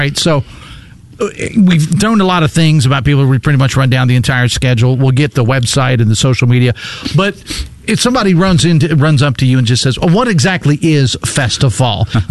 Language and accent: English; Georgia, United States; born there; I was born in Georgia.